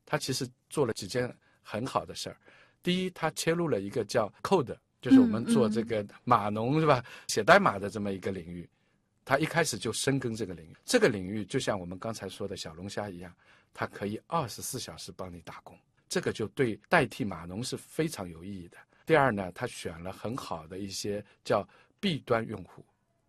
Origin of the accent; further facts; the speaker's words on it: China; 我们中国人